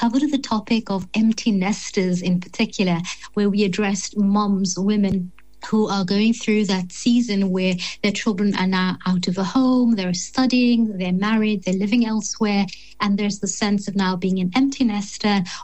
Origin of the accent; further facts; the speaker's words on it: Cape Town, Western Cape, South Africa; growing up in Cape Town during the latter part of the apartheid years